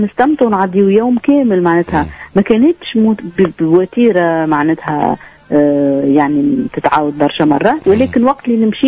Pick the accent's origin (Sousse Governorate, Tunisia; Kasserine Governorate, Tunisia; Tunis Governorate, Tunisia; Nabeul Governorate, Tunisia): Sousse Governorate, Tunisia; Sousse; احنا من سوسة يعني من الساحل